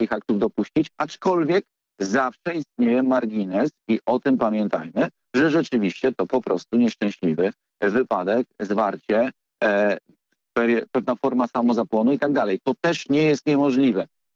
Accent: Warsaw, Masovian Voivodeship, Poland; Jestem warszawiakiem od pokoleń

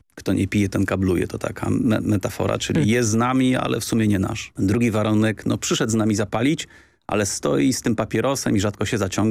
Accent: Warsaw, Masovian Voivodeship, Poland; ja też jestem z Warszawy i koniec.

